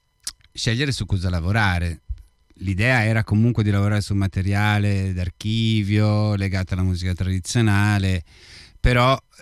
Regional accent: Turin, Piedmont, Italy; born there; io sono nato a Torino

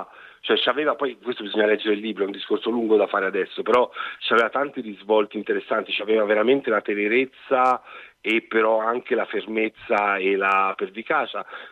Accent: Tuscany, Italy; now in Rome, Italy; essendo toscano pur vivendo a Roma, torno a casa ogni volta che è possibile

